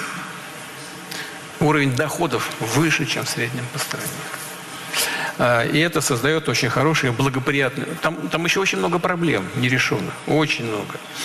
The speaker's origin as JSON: {"language": "Russian", "region": "Saint Petersburg", "country": "Russia", "tie": "born or raised there", "said": "Шанхай – город-побратим моего родного города, Петербурга"}